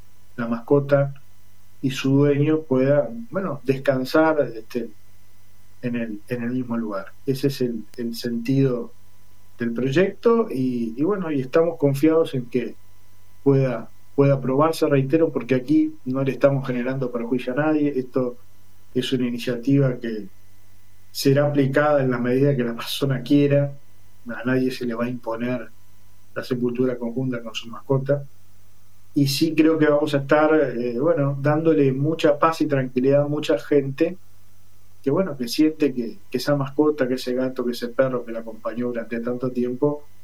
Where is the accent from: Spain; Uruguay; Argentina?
Uruguay; soy, como tantos uruguayos, una persona muy, muy, muy bichera.